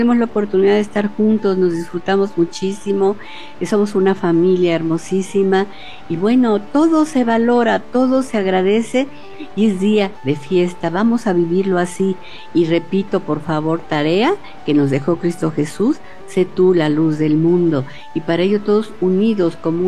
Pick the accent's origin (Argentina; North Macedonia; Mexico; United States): Mexico; Somos mexicanos